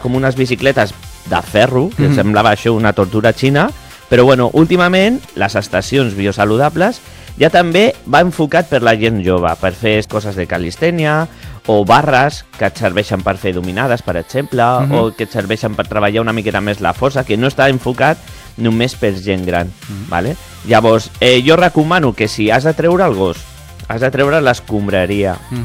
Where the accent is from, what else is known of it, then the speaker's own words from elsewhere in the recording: Sant Cugat del Vallès, Catalonia, Spain; Sant Cugat del Vallès, de tota la vida.